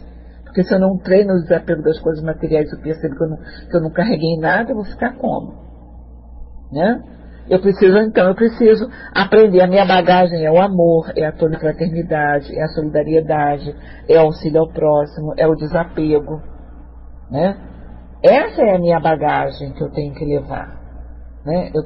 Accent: Rio de Janeiro, Brazil; sou carioca

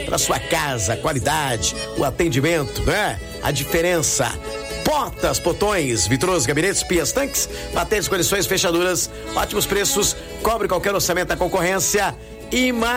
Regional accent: Descalvado, São Paulo, Brazil; Descalvado, querida, minha terra amada e inesquecível

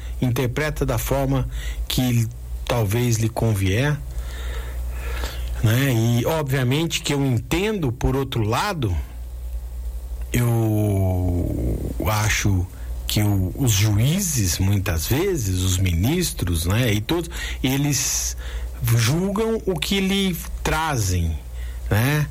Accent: Brazil

